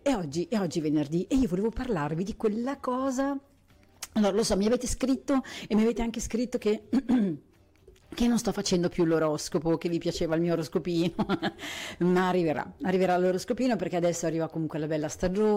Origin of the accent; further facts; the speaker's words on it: northern Italy, Italy; anch'io che sono una polentona, non mi va più di mettermi a cucinare alle 7